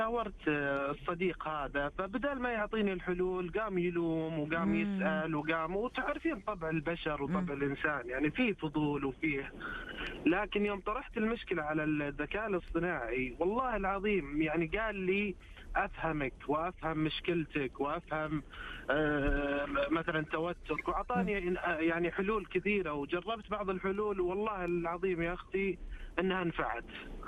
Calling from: Riyadh, Riyadh Province, Saudi Arabia; من الرياض.

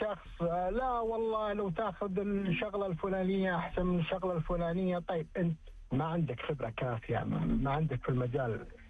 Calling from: Riyadh, Riyadh Province, Saudi Arabia; من الرياض.

